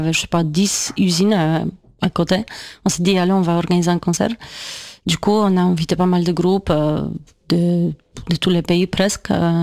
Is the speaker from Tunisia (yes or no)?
no; Poland; French is a second language; moved away as an adult; also born or lived in England; now in France; j'habitais en Angleterre 2007, et après je rentre en Pologne 2008 pour continuer mes études.